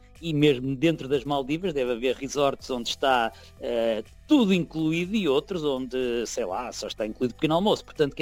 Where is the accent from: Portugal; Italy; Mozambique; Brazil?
Portugal; Figueira da Foz, Centro; Eu sou da Figueira Foz, cresci em frente à praia